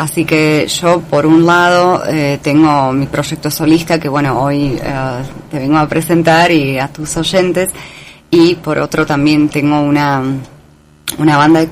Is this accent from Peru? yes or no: no; Nitra, Nitra Region, Slovakia; En la tapa soy yo de niña, en Eslovaquia, en nuestra casa.